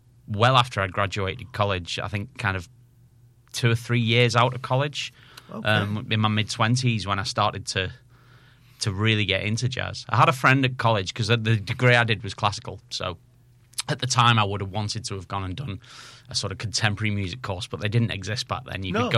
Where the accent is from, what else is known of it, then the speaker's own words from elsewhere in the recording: Widnes, North West England, United Kingdom; also born or lived in Colchester; now in Liverpool, United Kingdom; I'm from Widnes originally.